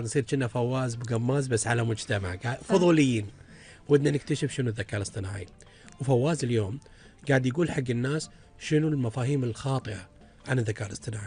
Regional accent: Kuwait; حتى عندنا بالكويت

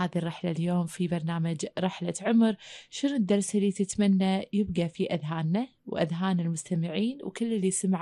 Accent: Kuwait; عندنا في الكويت

